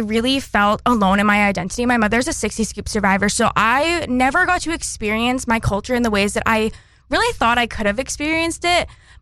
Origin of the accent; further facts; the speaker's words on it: Stewart, British Columbia, Canada; because I grew up in Stewart, British Columbia. It's a town of 300 people.